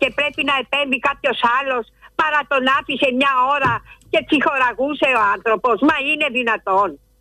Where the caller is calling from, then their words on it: Nea Ionia, Greece; Εγώ είμαι από Νέα Ιωνία